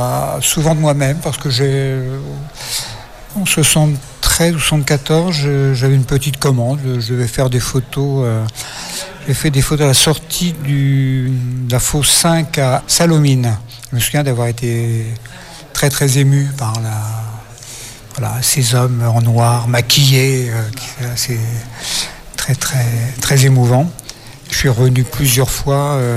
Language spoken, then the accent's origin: French; Centre-Val de Loire, France; now in Paris, France